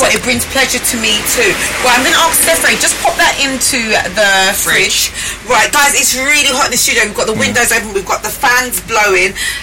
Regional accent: the north of England, United Kingdom; I'm like from up north, so I say fur.

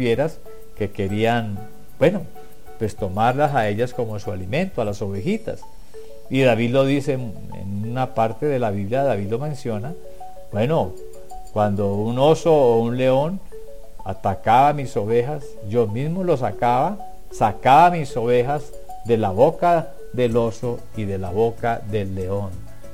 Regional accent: Colombia; Bueno, en mi tierra, en Colombia, hay habitantes de calle

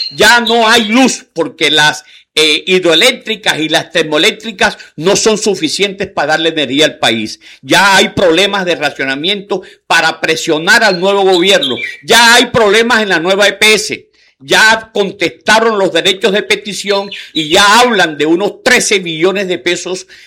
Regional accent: Caribbean Region, Colombia; los sacrificados somos los costeños porque somos recibimos el sol diariamente.

